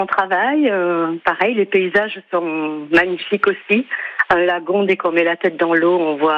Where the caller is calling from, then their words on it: Mayotte; la quiétude par rapport à celle que je vis à Mayotte au quotidien.